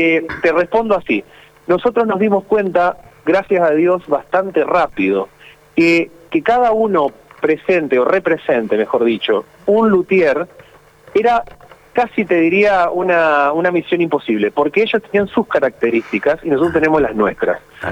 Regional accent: Paraná, Entre Ríos, Argentina; Nosotros somos de Paraná, Entre Ríos.

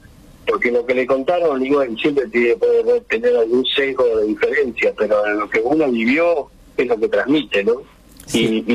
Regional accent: Buenos Aires, Argentina; born there; moved away as an adult; yo soy pompeño, que vengo de Buenos Aires, si bien hace 28 años que estoy acá, pero soy porteño, nací en Capital Federal

